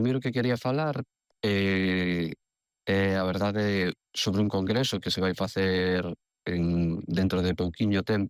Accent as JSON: {"language": "Galician", "region": "Galicia", "country": "Spain", "said": "Entón, aí é onde entramos nós como galegos, somos un referente dentro do plano mundial"}